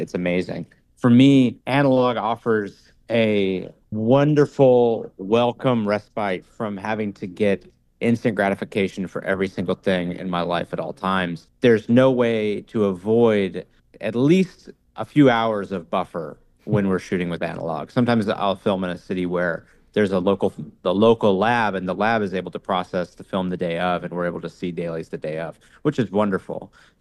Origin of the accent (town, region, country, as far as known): United States